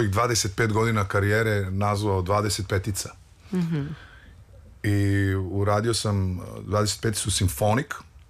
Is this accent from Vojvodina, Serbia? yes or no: no; Zaječar, Zaječar District, Serbia; Ja sam od uvek iz Zaječara dolazim i slušao sam neku drugu vrstu muzike, slušao sam rock pre svega, odrastao sam u gradu rock'n'rolla, gitarijada i tako dalje